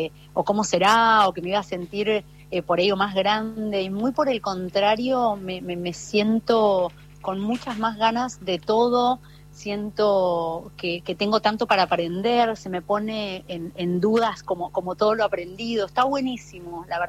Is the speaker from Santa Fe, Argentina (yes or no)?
no; Pampa del Infierno, Chaco, Argentina; de dónde soy, de Pampa del Infierno.